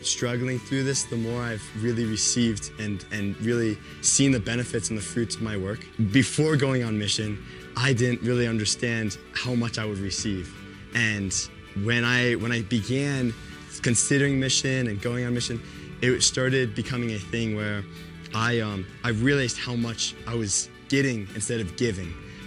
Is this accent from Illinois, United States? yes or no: no; New York, United States; I'm from New York.